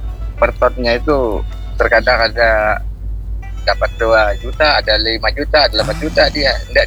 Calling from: Samarinda, East Kalimantan, Indonesia; Dari Samarinda ya.

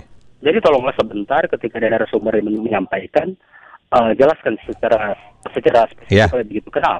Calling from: North Sulawesi, Indonesia; di Minahasa Selatan itu di kabupaten saya

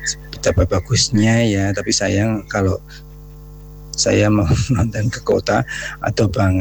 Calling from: Sleman, Special Region of Yogyakarta, Indonesia; saya dari Pak … di Sleman.

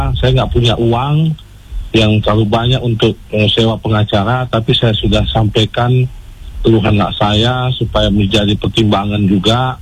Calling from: Medan, North Sumatra, Indonesia; seperti saya ini, anak Medan

